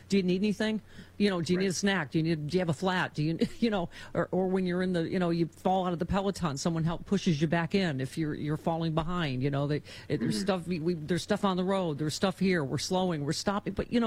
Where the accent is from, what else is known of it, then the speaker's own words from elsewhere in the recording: Buffalo, New York, United States; now in Southern California, United States; Yeah. I'm from Buffalo, and people are like, oh, you like cold weather? I'm like, no, I do not.